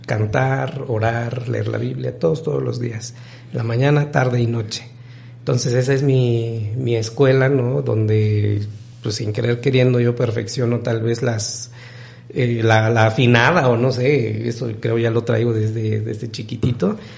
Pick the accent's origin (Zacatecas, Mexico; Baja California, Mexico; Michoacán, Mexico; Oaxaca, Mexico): Oaxaca, Mexico; Y pues allá vivo hasta parte del Cobao, y es cuando me vengo a la ciudad de Oaxaca, ¿no?